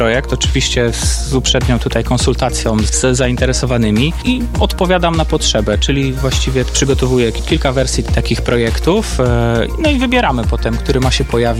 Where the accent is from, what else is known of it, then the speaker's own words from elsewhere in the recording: Konin, Greater Poland Voivodeship, Poland; No, jestem z Konina.